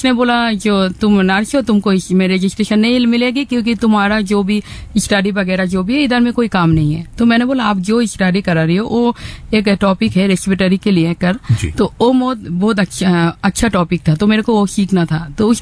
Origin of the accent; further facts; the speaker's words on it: Bangladesh; Hindi is a second language; हाँ, मैं क्या है, मैं बांग्लादेश से हूँ, लेकिन मैं जब छोटा था तब मेरा फादर सिबलिंग जी ने।